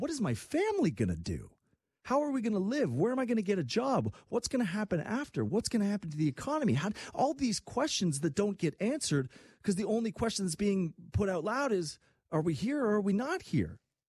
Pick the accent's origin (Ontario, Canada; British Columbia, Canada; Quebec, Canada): Quebec, Canada; Hudson; because I grew up in a small town, Hudson, Quebec, like 2,500 people at that time, probably 50-50 French, English.